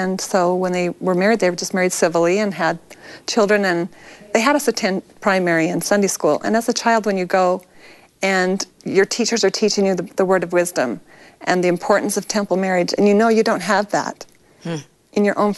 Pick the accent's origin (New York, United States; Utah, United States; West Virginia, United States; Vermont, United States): Utah, United States; Monticello; Yes, I was born and raised in Monticello, Utah. It was a great place to be raised. It's a small town, and my father was in livestock, so we were around animals all our lives